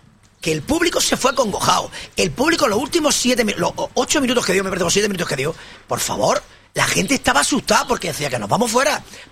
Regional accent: Almería, Andalusia, Spain; yo soy de Almería, yo soy almeriense

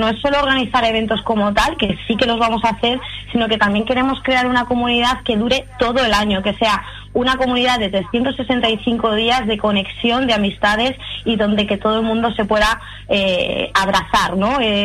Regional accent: Madrid, Community of Madrid, Spain; now in Vera, Spain; a pesar de que soy de Madrid, para mí el llegar aquí a Verá, que para mí es mi hogar ahora mismo y estoy volcada muchísimo en la provincia y también en la localidad

